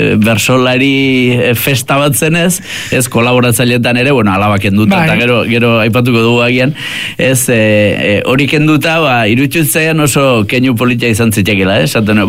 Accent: Errenteria, Basque Country, Spain; born there; ni Santa Clara kalean sortu nintzen Errenterian, horretan, eta Arkaitz Goiko kalean. Beraz, gure, bere sortetxetik nire sortetxera, ez dira egun metro egongo

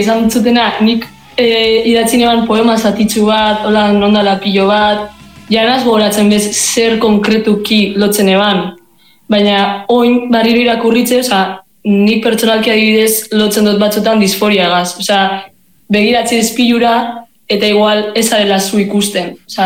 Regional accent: Gernika, Basque Country, Spain; Pues Gernikarra gara, dizok, garai baten detxo lokal bardinien egoten ginen

